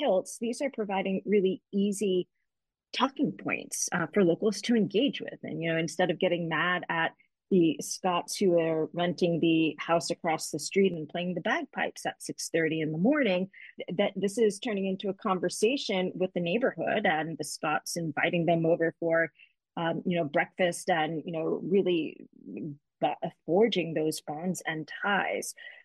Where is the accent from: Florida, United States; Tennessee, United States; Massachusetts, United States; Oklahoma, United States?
Massachusetts, United States; Boston; moved away; I'm originally from Boston